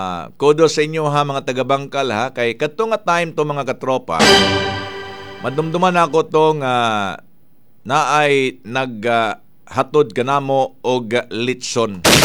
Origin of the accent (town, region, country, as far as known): Davao City, Davao Region, Philippines